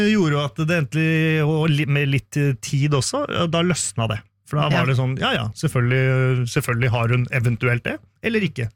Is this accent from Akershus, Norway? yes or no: yes; Bærum, Akershus, Norway; og i tillegg kommer jeg fra Bærum da, som ikke denne Sørlandsperlen er så glad i.